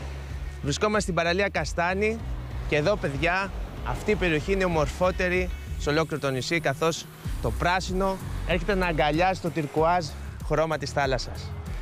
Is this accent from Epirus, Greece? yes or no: no; Skopelos, Thessaly, Greece; Πάμε τώρα να σου γνωρίσω το νησί μου.